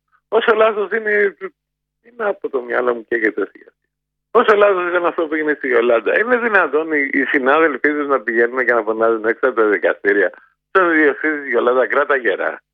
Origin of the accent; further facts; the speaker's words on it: Kokkinia, Attica, Greece; born there; Εγώ γεννήθηκα στην Κοκκινιά, από εργάτε.